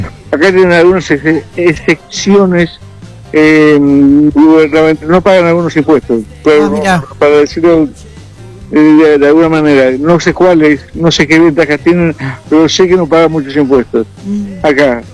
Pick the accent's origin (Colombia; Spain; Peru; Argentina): Argentina; Recién me dice, ¿pero de dónde sos? De Argentina.